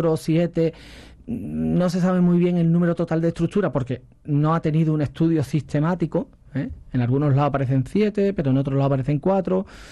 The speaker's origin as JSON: {"language": "Spanish", "town": "Cuevas del Becerro", "region": "Andalusia", "country": "Spain", "tie": "born or raised there", "also_born_or_lived": "Ronda", "said": "Yo soy de Guadalajara del Becerro, natural de Guadalajara del Becerro, yo estudié el instituto aquí en Ronda"}